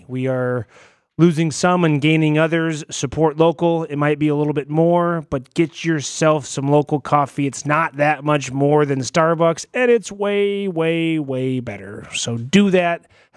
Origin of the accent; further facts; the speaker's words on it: North Dakota, United States; moved away as an adult; now in Moorhead, United States; I grew up on the North Dakota side.